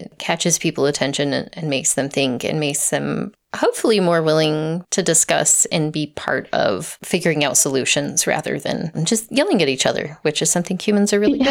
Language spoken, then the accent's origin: English; Four Corners, United States; I grew up here right in the Four Corners, and just in my life, like seeing the changes in the weather patterns and snow and how we use water. I grew up in a pretty small town that's mostly agricultural.